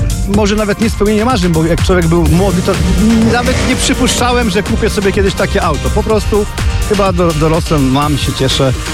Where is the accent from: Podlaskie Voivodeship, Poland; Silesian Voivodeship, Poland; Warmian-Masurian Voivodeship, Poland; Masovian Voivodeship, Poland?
Masovian Voivodeship, Poland; Warsaw; Przyjechaliśmy z Warszawy, ja z Warszawy przyjechałem.